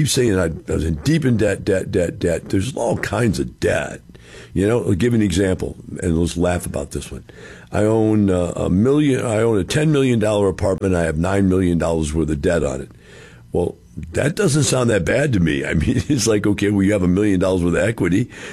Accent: Missouri, United States; I'm from Missouri, and we call it the show me state.

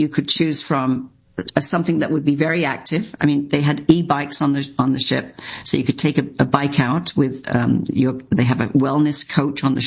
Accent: England, United Kingdom; now in Canada; growing up in England

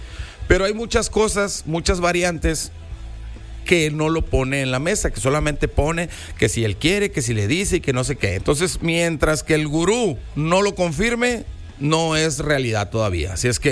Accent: Monterrey, Nuevo León, Mexico; nosotros los regiomontanos

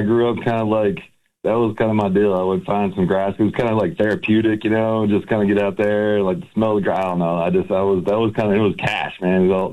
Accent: Louisville, Kentucky, United States; So I grew up in Louisville, so if I win or I lose, I'm still gonna live in that city.

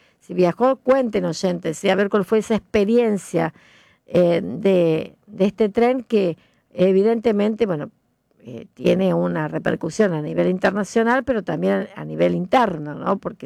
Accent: Argentina; como somos residentes de Argentina

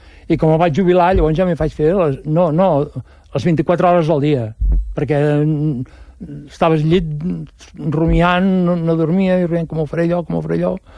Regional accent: Marrampinyo, Catalonia, Spain; perquè soc de Marrampinyo, sabeu on és? Montcada Reixac, entre Montcada Reixac i la Llagosta hi ha Marrampinyo. Bueno, que tots eren pagesos abans.

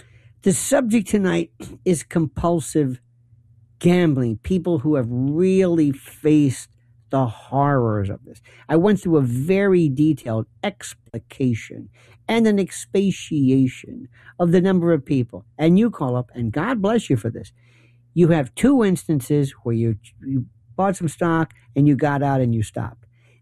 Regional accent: United States; as an American

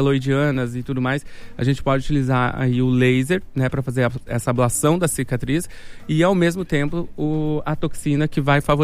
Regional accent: Espumoso, Rio Grande do Sul, Brazil; now in Porto Alegre, Brazil; eu sou natural de Espumoso.

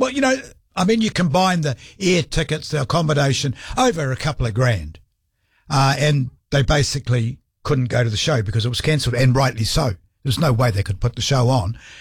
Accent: New Zealand; the great part of being a Kiwi

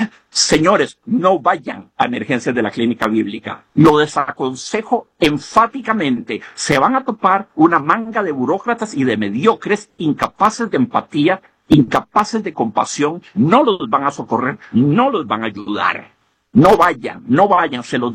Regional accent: Costa Rica

